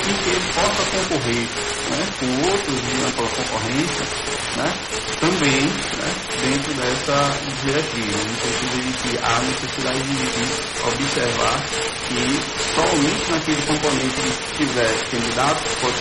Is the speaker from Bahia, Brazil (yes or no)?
yes; Bahia, Brazil; eu sou da Bahia, né? Minha formação é lá na Universidade Federal da Bahia, né?